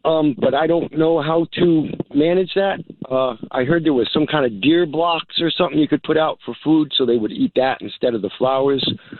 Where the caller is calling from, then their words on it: Tiverton, Rhode Island, United States; Well, I live in Tiverton, and I'm up on the north end, and I live in between two big areas of wood lines